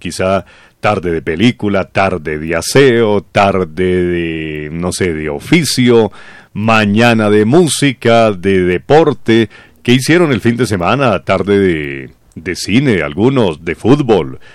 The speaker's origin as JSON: {"language": "Spanish", "country": "Colombia"}